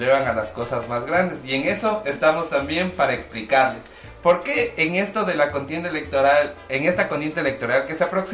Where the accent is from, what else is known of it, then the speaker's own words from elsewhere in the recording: Ambato, Tungurahua, Ecuador; a pesar de ser uno ambateño, tungurahuense, uno quiere ver bien a su tierra.